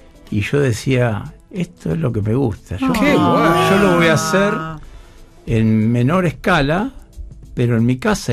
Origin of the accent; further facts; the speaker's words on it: Villa Flandria, Buenos Aires Province, Argentina; moved away; nosotros venimos de un pueblito de Villa Flandria, que en la época nuestra, viste, no salíamos de 10 cuadras a la redonda.